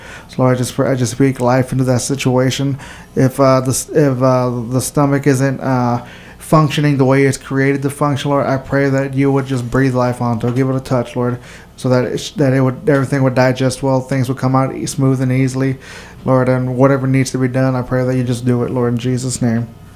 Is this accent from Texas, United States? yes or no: yes; Laredo, Texas, United States; born there; So I was born in Laredo, Texas. All right. So it's a border city. It's right across from the border.